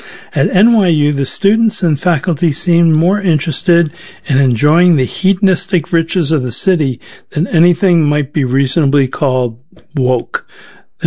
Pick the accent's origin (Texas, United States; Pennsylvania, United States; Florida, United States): Pennsylvania, United States; Harrisburg; now in Lewiston, United States; I grew up outside Harrisburg, Pennsylvania, another deindustrialized, permanently revitalizing urban center, and Lewiston felt familiar to me.